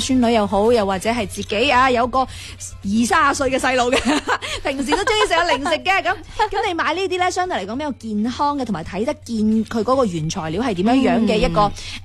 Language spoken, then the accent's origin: Cantonese; Guangdong, China; 我哋广东人